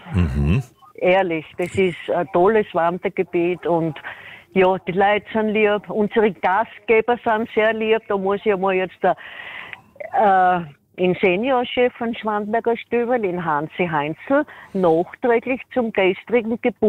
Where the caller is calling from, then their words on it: Leoben, Styria, Austria; wir sind ursprünglich aus Leoben, aber wir fahren schon viele Jahre daher